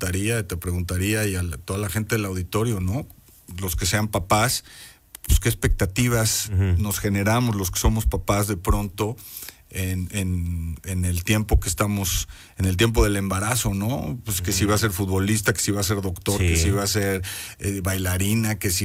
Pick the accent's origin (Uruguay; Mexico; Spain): Mexico; 29 años, pues diría yo, de una tradición muy bonita de hacer algo juntos como mexicanos.